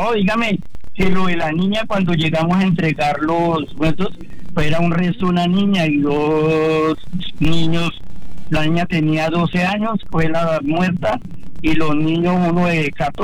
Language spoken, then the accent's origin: Spanish; Cúcuta, Norte de Santander, Colombia; Yo me vine de Cúcuta.